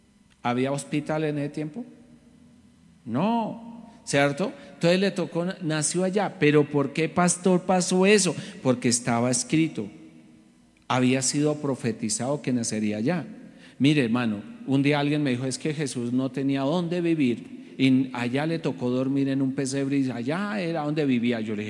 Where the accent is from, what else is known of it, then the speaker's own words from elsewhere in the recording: Bogotá, Bogotá Capital District, Colombia; born there; now in Ubaté, Colombia; Yo nací en Bogotá y me estoy, como dicen por acá, estoy envejeciendo en Ubaté